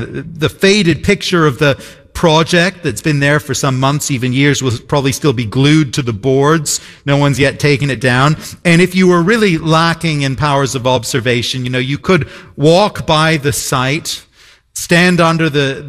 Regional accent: Toronto, Ontario, Canada; moved away; also born or lived in London; When I was a kid growing up in Toronto

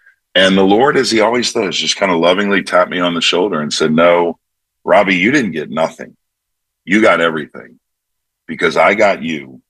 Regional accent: New Orleans, Louisiana, United States; I'm from New Orleans, as you know. And so I ate a lot of fish growing up.

